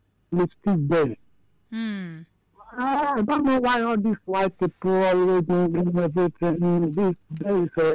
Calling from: Afikpo, Ebonyi, Nigeria; from Afikpo.

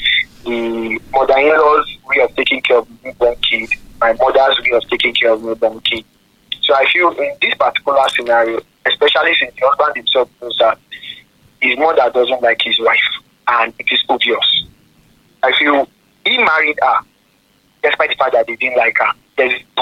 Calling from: Ibadan, Oyo, Nigeria; I'm calling from Makala Express.

